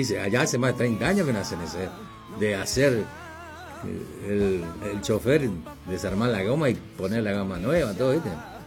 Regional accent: Misiones, Argentina; Somos de Argentina, le digo. De la catarata del Iguazú, la séptima maravilla.

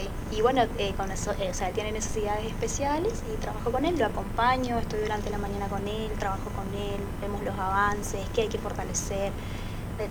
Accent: General Alvear, Misiones, Argentina; yo soy del Alvear.

